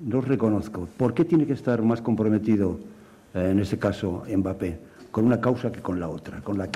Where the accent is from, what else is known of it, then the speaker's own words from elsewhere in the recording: Spain; que a mí me parece muy bien como español, ¿no?